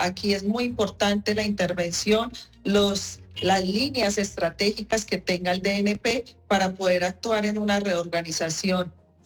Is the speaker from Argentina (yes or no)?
no; Pereira, Risaralda, Colombia; esto ha sido bien difícil para la ciudad de Pereira, pero como somos los pereiranos